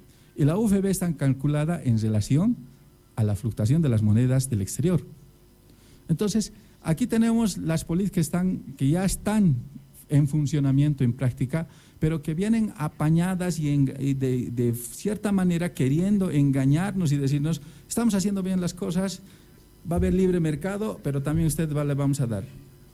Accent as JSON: {"language": "Spanish", "country": "Bolivia", "said": "nosotros como bolivianos"}